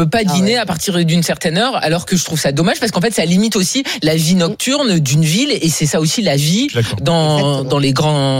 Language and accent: French; south of France, France; parce que moi, je viens du Sud, alors pas d'Espagne, du Sud, et donc on est totalement décalé.